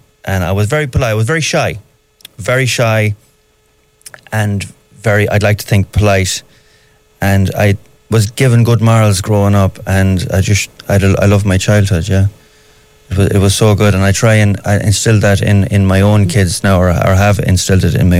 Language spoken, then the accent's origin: English; Swinford, Connacht, Ireland; moved away; I grew up in Swinford, aka Castletown, for any Hardy Bucks fans out there. And rural town, Mayo, nothing special about it, only for that it's my hometown.